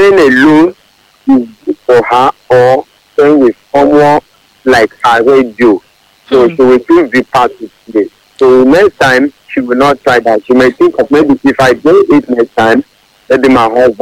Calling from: Abuja, Federal Capital Territory, Nigeria; from Abuja.

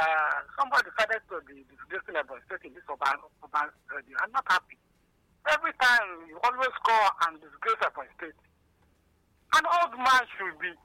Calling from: Ebonyi, Nigeria; I'm from Ebonyi State, I live in Ebonyi State

